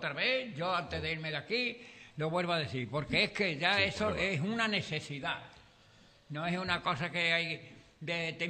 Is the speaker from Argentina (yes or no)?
no; Andalusia, Spain; Yo como andaluz no sabe.